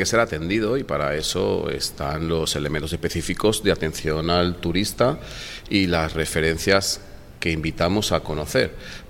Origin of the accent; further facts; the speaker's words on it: Benidorm, Valencian Community, Spain; yo vengo, soy nacido en Benidorm y me he criado en la playa